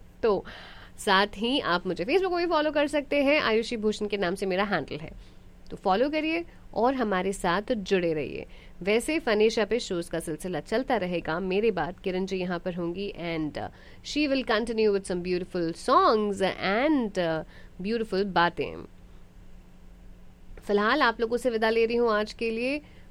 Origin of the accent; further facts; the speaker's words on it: Patna, Bihar, India; now in United States; क्योंकि हम बिहार से हैं, हम पटना वाले हैं।